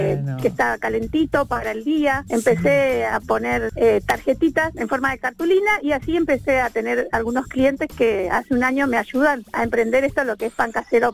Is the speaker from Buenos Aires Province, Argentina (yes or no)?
yes; Villa Domínico, Buenos Aires Province, Argentina; Soy de Dominico.